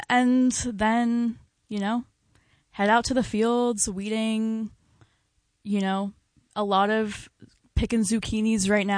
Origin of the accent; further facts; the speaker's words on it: California, United States; Yeah, like I said, I'm from California, haven't really spent any extended time in the Hudson Valley.